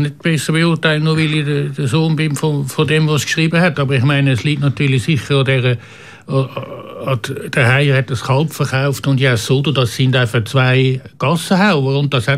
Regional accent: Küsnacht, Zurich, Switzerland; Also, wir sind in Küsnacht aufgewachsen, in Küsnacht-Goldbach, bürgerlichen Milieu.

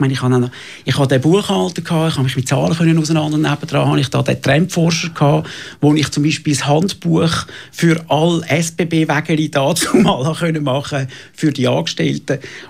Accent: Zurich, Switzerland

